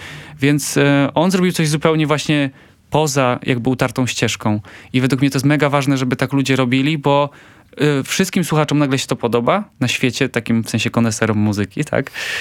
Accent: Poznań, Greater Poland Voivodeship, Poland; I 9 października Dragon Social Club w rodzinnym mieście w Poznaniu.

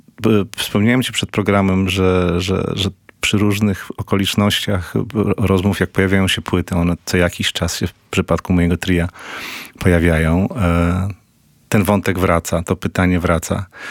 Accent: Toruń, Kuyavian-Pomeranian Voivodeship, Poland; jestem z urodzenia i pochodzenia torunianinem.

